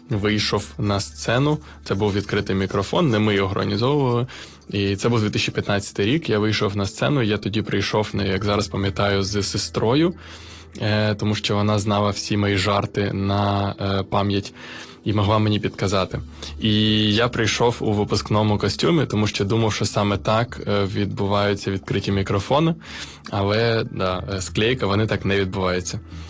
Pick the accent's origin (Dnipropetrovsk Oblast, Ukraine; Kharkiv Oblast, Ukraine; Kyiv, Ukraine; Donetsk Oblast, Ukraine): Dnipropetrovsk Oblast, Ukraine; Dnipro; я сам з Дніпра